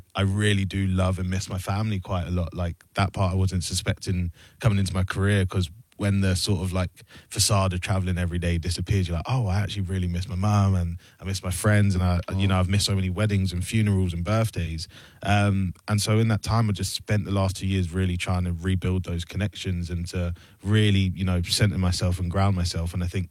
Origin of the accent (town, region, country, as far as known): Luton, East of England, United Kingdom